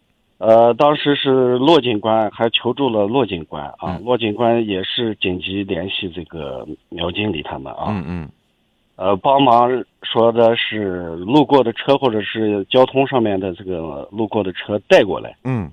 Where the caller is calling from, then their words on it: Ürümqi, Xinjiang, China; 我是乌鲁木齐的